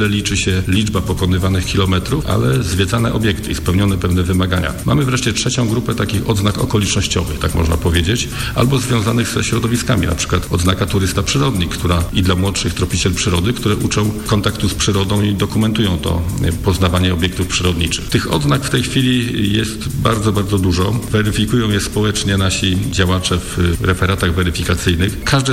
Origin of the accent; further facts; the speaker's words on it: Greater Poland Voivodeship, Poland; ja akurat jestem wielkopolaninem, także bardzo często w swoim rejonie wychodzę na wycieczki. Mieszkam niedaleko od Puszczy Noteckiej. To taki duży kompleks leśny pomiędzy Wartą a Notecią. Mieszkam też na niedaleko po jeziorze Międzychodzko-Sierakowskiego.